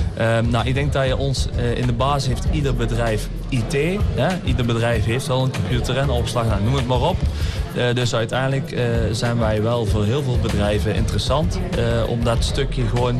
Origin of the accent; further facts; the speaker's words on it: De Rips, North Brabant, Netherlands; also born or lived in Boxmeer; Ik kom oorspronkelijk uit de Rips.